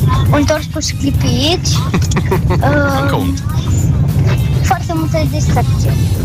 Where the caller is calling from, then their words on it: Iași, Iași County, Romania; din Iași, am 10 ani.